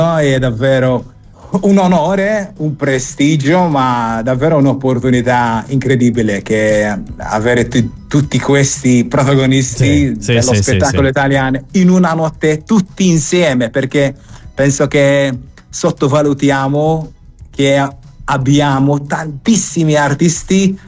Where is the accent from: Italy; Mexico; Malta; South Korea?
Malta; Italian is a second language; Per noi maltesi è una cosa meravigliosa, perché parlo personalmente, per noi, per la mia generazione, che abbiamo imparato l'italiano e abbiamo amato l'Italia